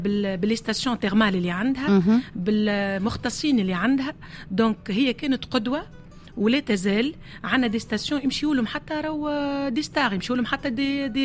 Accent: Tunisia

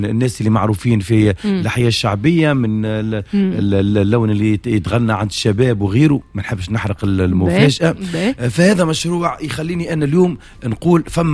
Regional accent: Tunisia; بلادي تونس

